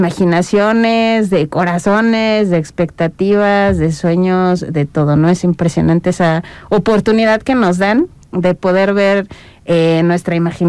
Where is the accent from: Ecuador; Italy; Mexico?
Mexico; ay, todos como mexicanos conocemos o la leyenda de la Llorona o lo de los nahuales, ¿no?